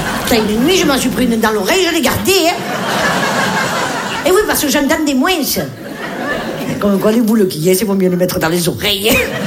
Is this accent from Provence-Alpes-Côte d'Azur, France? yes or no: yes; Nice, Provence-Alpes-Côte d'Azur, France